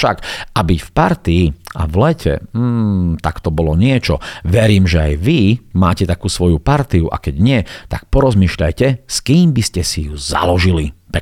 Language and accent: Slovak; Bardejov, Prešov Region, Slovakia; my v Bardejove, keďže ja pochádzam z Bardejova